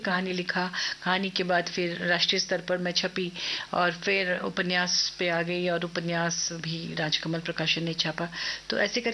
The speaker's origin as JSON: {"language": "Hindi", "town": "Ranchi", "region": "Jharkhand", "country": "India", "tie": "born or raised there", "said": "मेरा जन्म रांची में हुआ और यहीं मैं पली बढ़ी हूँ। यहीं से स्कूलिंग भी हुई है, कॉलेज की पढ़ाई भी हुई है। इनफैक्ट मेरे जो दादाजी और हमारे पूर्वज यहाँ के एक तरह से मुझे लगता है डोमिसाइल हम लोगों का है"}